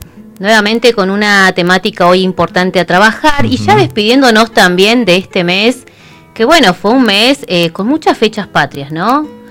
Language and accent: Spanish; Río Turbio, Santa Cruz, Argentina; now in Río Gallegos, Argentina; Yo porque soy de Turio